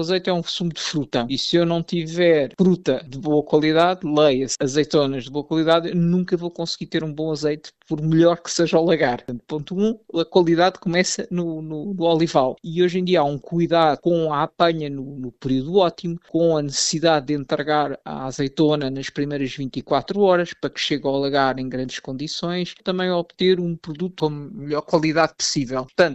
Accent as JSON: {"language": "Portuguese", "country": "Portugal", "said": "como portugueses, temos que ficar muito contentes."}